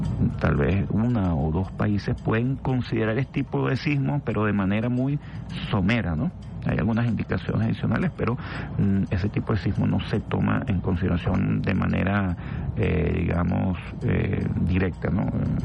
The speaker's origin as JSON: {"language": "Spanish", "country": "Venezuela", "said": "yo resumo dos cosas principales que tenemos que asumir como venezolanos."}